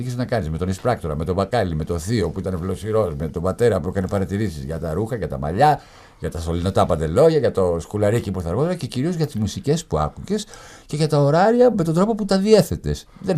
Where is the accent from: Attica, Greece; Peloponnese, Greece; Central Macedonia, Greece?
Attica, Greece; Piraeus; γεννήθηκα και μεγάλωσα στην πόλη που κάθε Θεσσαλονικιός που κατεβαίνει στην Αθήνα, όταν του πω ότι πάμε μια βόλτα στον Πειραιά, πετάει τη σκούφια του στον αέρα από χαρά.